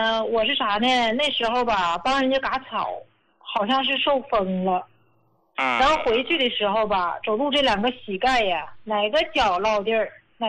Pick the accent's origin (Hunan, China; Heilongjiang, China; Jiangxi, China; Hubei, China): Heilongjiang, China; 你好，你好，胡老师，我是黑龙江的，我今年66岁，是胡家老高的受益者。